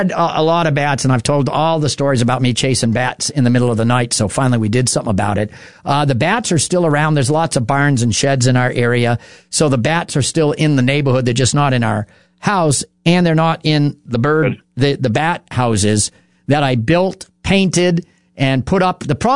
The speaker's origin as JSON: {"language": "English", "town": "Marlborough", "region": "New Hampshire", "country": "United States", "tie": "born or raised there", "said": "Marlboro, my hometown"}